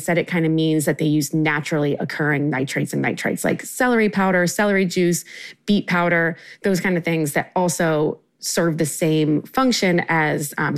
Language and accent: English; Maryland, United States; Yeah, you know, I grew up in Maryland. My dad's Iranian, my mom's Italian.